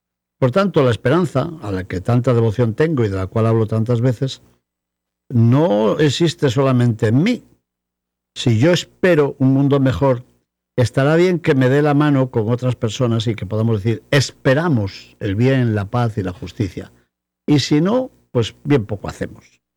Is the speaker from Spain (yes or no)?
yes; El Bierzo, Castile and León, Spain; En mi tierra están las médulas, cerca de la ciudad de Ponferrada.